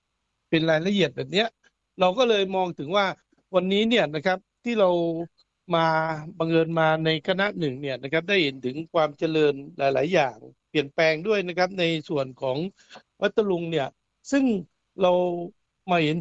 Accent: Phatthalung, Thailand; ครับผมมาพัทลุงครับพัทลุงบังเอิญบ้านอยู่พัทลุงคุณณรพงศ์รู้จักมั้ยฮะพัทลุงนี่เป็นเมืองรองนะ

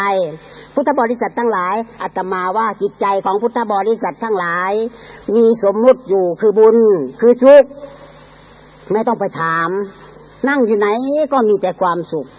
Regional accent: Isan, Thailand; ผมมาจากอีสานผมมาบำเพ็ญอยู่เชียงใหม่

